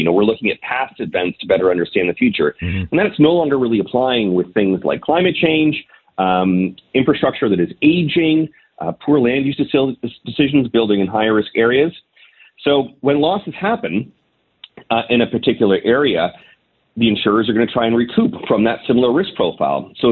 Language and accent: English; Hamilton, Ontario, Canada; I'm from Hamilton, Ticat fan.